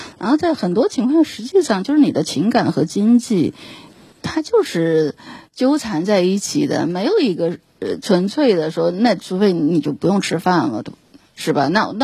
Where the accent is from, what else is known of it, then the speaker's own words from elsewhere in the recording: China; 我们中国人还是对我们的传统挺自豪的